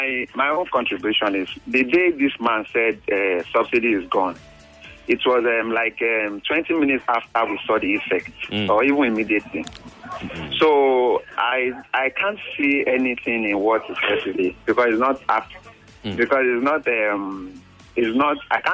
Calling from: Nigeria; I'm calling from Igondo.

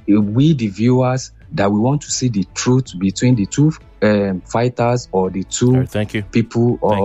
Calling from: South Africa; I'm from South Africa.

